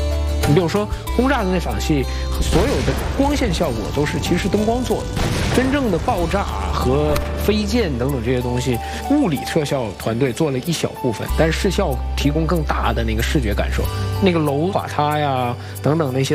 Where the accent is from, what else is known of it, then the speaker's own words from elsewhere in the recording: China; 我们中国人